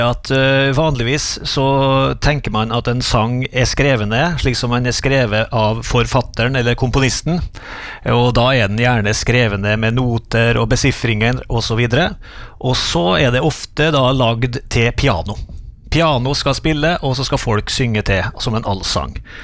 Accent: Tingvoll, Møre og Romsdal, Norway; bedehuset også på Tingvoll, der jeg vokste opp.

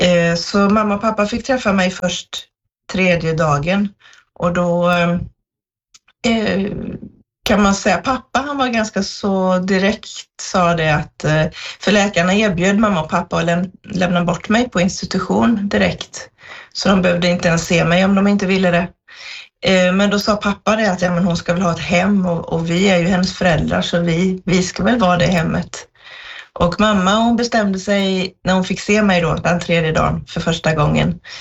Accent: Jönköping County, Sweden; Jag kommer ifrån södra Sverige utanför Jönköping

